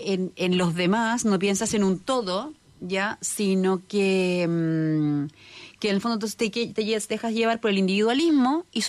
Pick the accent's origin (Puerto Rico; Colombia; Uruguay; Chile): Chile; tenemos que darle respuesta como chileno